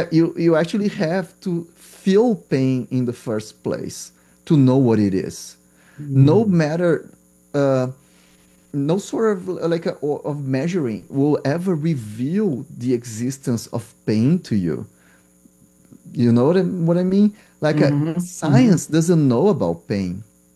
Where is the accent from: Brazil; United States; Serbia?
Brazil; because I'm from Brazil, and Brazil medical school is undergrad